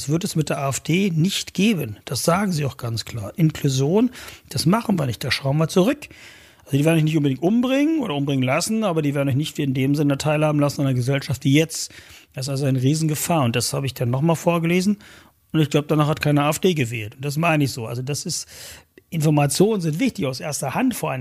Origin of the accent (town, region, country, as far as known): Saxony-Anhalt, Germany; born or raised there